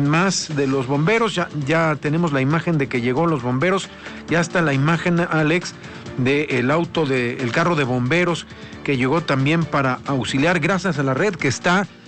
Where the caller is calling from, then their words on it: Villahermosa, Tabasco, Mexico; also born or lived in Puebla; Les escucho desde Villahermosa, Tabasco. Soy tabasqueño, pero por allá del 97 al 2002 viví en Puebla capital.